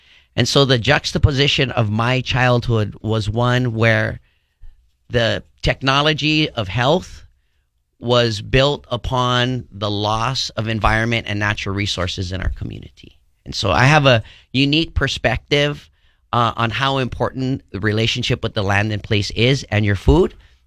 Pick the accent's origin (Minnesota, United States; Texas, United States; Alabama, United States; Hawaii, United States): Hawaii, United States; Waianae; I'm born and raised in Waianae.